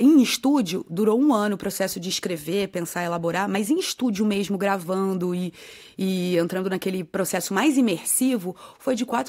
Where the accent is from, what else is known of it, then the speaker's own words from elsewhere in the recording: Rio de Janeiro, Brazil; o tanto que ela me influenciou na minha infância lá no Rio